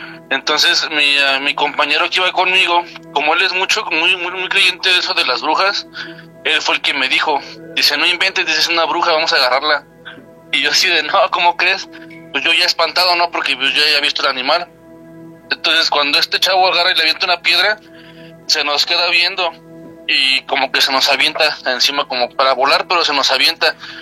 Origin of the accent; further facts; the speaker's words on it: Saltillo, Coahuila, Mexico; now in El Marqués, Querétaro, Mexico; yo soy de Saltillo, Coahuila. Yo viví mucho tiempo ahí en Coahuila, y lo que es ahí en Parras y Ramos Arizpe